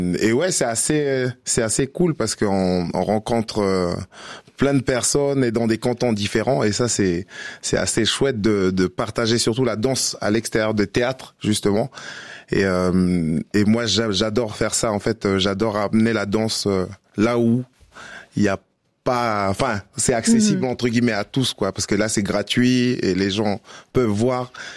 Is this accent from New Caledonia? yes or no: yes; New Caledonia; Alors moi, je viens de la Nouvelle-Calédonie. C'est dans le Pacifique, c'est à côté de l'Australie. Et je fais partie du peuple mélanésien.